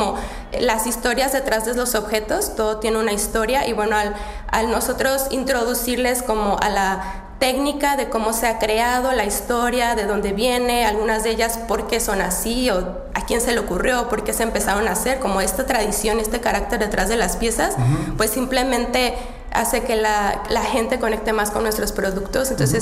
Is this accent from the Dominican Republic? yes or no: no; Mexico; también en especial cuando saben que soy mexicana.